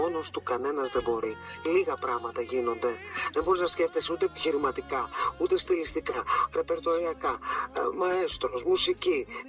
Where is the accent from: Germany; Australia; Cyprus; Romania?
Cyprus; moved away as an adult; now in Greece; Από μικρό παιδί είμαι από την Κύπρο, ξεκίνησα από την Κύπρο, έτσι. Τα οδεία μου, τις σπουδές μου στο εξωτερικό, ήρθα Ελλάδα στα 23